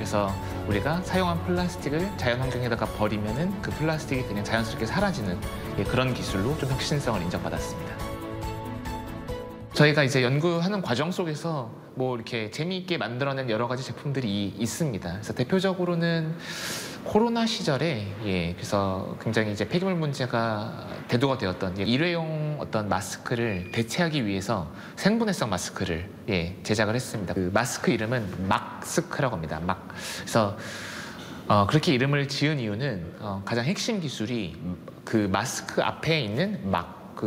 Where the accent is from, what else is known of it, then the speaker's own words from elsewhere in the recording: Daejeon, South Korea; 카이스트 바로 옆에서 태어나서 자라왔습니다.